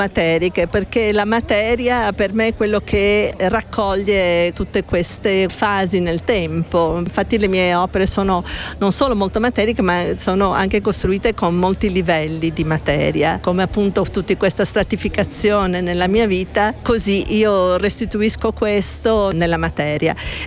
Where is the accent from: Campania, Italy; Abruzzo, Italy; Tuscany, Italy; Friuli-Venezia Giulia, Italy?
Friuli-Venezia Giulia, Italy; Gorizia; also born or lived in Brazil / Turin; io sono partita appunto da Gorizia, poi sono stata nella mia infanzia per una questione familiare in Brasile e poi mi sono laureata in informatica a Torino.